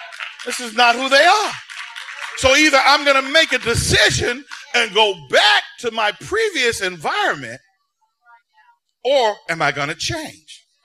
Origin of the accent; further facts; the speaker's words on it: Chicago, Illinois, United States; I grew up in South Side of Chicago, all around black people